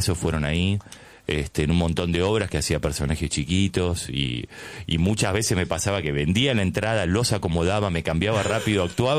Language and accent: Spanish; Buenos Aires, Argentina; Soy porteño, sí. Nací en Buenos Aires, en el Centro Gallego, nací en 77.